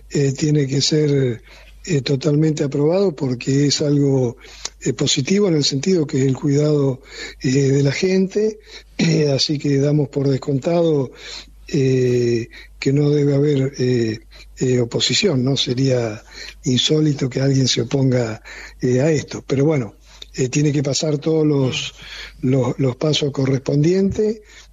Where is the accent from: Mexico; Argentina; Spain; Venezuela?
Argentina; no darnos la oportunidad como argentinos de debatir la ley de fuego.